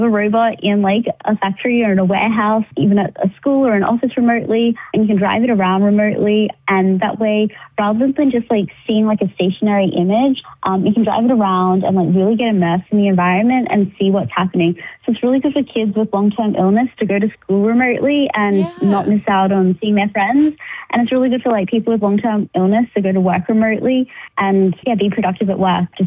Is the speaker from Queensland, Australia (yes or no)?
yes; Cairns, Queensland, Australia; Because I was from Cairns and Far North Queensland, and there really wasn't any opportunity for me to learn.